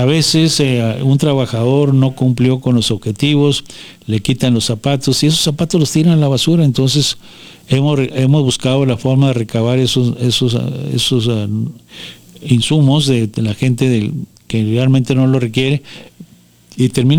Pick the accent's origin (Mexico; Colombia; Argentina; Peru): Mexico; no dejemos de declinar que somos mexicanos